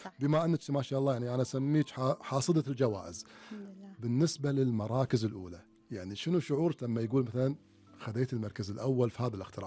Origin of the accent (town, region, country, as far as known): Kuwait